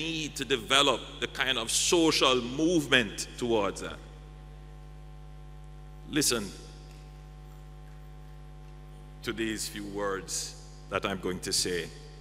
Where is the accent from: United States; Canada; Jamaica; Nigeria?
Jamaica; Maybe it is just the exceptional ambition being a Jamaican.